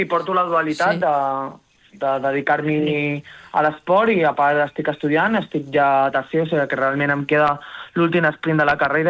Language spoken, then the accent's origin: Catalan; Terrassa, Catalonia, Spain; com soc de Terrassa, viatjo a Barcelona cada dia.